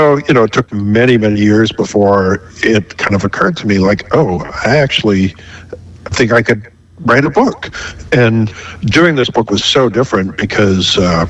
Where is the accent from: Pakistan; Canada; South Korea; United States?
Canada; Toronto, Ontario